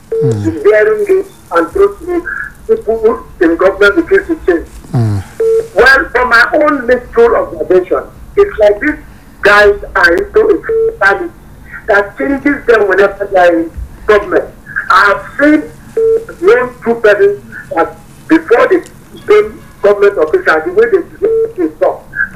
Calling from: Nigeria; I'm calling from Ampansu.

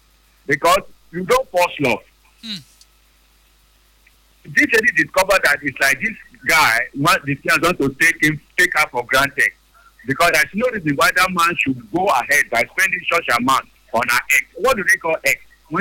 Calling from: Port Harcourt, Rivers, Nigeria; I'm calling from Port Harcourt.

